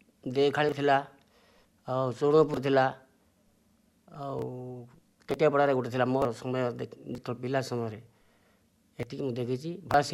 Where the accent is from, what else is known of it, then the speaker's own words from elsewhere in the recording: Mundapota, Odisha, India; ମୁଣ୍ଡପୋତା।